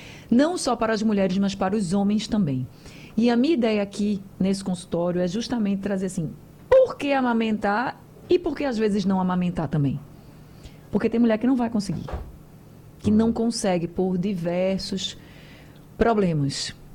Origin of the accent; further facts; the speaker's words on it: Recife, Pernambuco, Brazil; E eu sou do Ibura